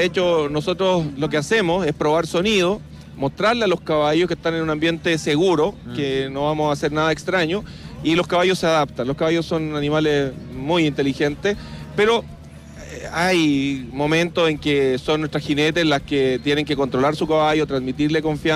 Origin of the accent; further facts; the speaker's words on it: Santiago, Santiago Metropolitan Region, Chile; Bueno, nosotros somos de Santiago, pero con raíces parralinas